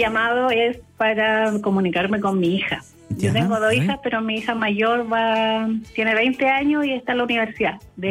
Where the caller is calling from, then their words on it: Coronel, Biobío, Chile; De Coronel.